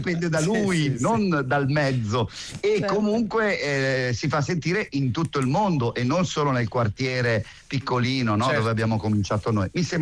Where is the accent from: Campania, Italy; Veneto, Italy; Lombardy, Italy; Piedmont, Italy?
Lombardy, Italy; Metanopoli; E allora lì a Metanopoli, perché io vengo da Metanopoli, sono un figlio del proprio del cane a sei zampe.